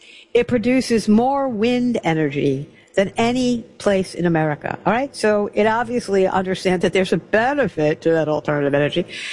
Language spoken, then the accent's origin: English; New York City, New York, United States; I'm originally from Brooklyn.